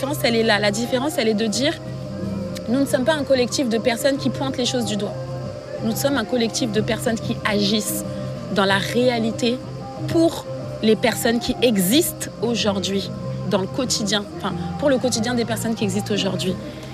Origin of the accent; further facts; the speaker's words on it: France; je suis une personne qui est grandie, j'ai été élevée en France